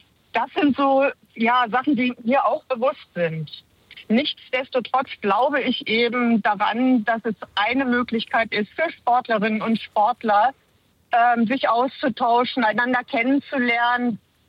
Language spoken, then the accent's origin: German; Hamburg, Germany; aber ich bin ja auch Hamburgerin